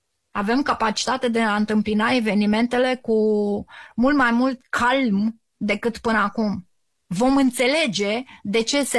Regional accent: Romania; Că suntem aici și asta ne definește ca ființe. Suntem români, în ultimă instanță.

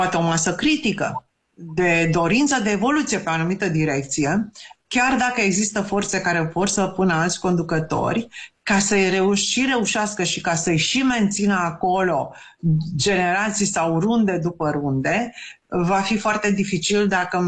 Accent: Romania; ca români, ca trăitori în această țară

